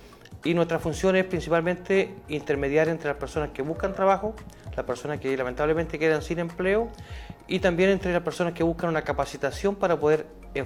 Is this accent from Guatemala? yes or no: no; Tomé, Biobío, Chile; Claro, yo nací acá en Tomé en el año 69. El 18 de enero de 1969, por lo que tengo 56 años.